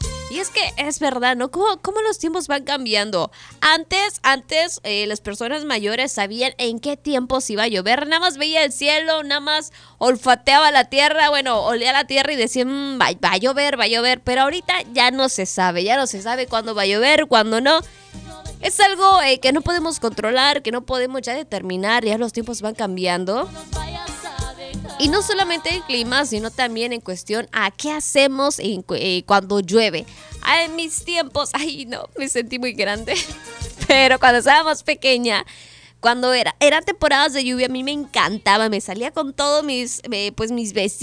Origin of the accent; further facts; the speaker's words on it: Mexico City, Mexico; yo soy de la Ciudad de México